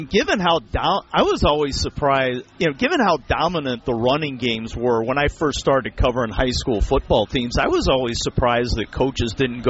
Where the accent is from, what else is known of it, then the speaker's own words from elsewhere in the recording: North Carolina, United States; Well, I grew up in North Carolina